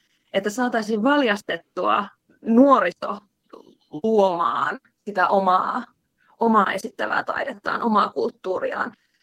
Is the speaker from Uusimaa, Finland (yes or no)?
no; Lapinlahti, North Savo, Finland